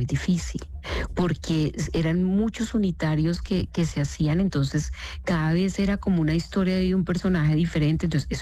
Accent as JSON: {"language": "Spanish", "town": "Mariquita", "region": "Tolima", "country": "Colombia", "moved": "yes", "lives_now": "Bogotá, Colombia", "said": "Yo soy de Mariquita, Tolima. Y pues yo viví lo de la tragedia de Armero, tú sabes que todo pues por allá pues no pasó tan terrible como Armero, pero pues también nos pasó en Mariquita, y yo a raíz de esa tragedia yo me vine a la capital, ¿no?"}